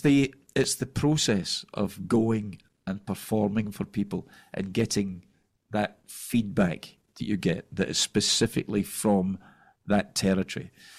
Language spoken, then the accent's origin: English; Scotland, United Kingdom; they were a well-known band in Scotland, my home country at the time.